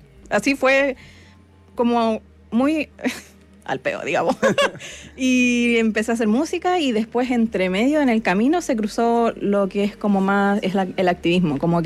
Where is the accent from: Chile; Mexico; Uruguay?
Chile; Santiago, Santiago Metropolitan Region; yo crecí siendo afrochilena en Chile. Estuve mucho tiempo negando mis raíces, negando todo lo que tuviera que ver con lo afro.